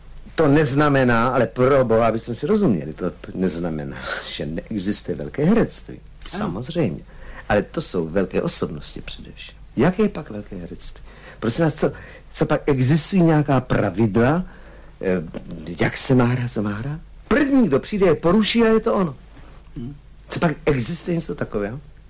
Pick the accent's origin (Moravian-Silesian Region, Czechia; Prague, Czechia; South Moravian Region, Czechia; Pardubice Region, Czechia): Prague, Czechia